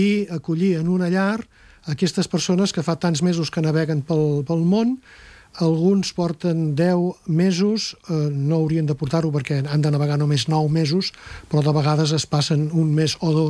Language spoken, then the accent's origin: Catalan; Catalonia, Spain; jo sóc fill del barri del Port, vull dir, vaig néixer l'any 53 al carrer Castellarnau, he viscut tota la vida tocant el Port.